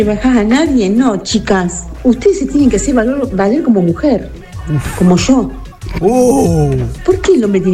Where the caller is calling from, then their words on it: Junín, Buenos Aires Province, Argentina